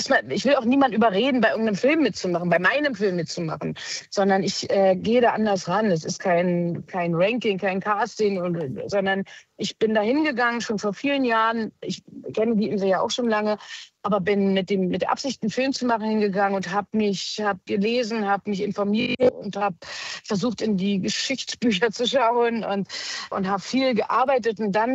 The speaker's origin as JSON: {"language": "German", "region": "Berlin", "country": "Germany", "said": "Also erstmal bin ich Berlinerin"}